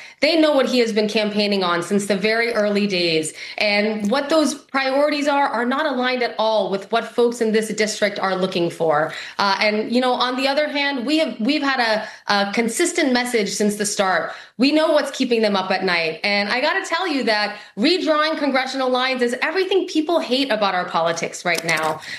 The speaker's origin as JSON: {"language": "English", "region": "Florida", "country": "United States", "tie": "born or raised there", "said": "a healthcare program that has already impacted more than 400,000 Floridians here in my home state."}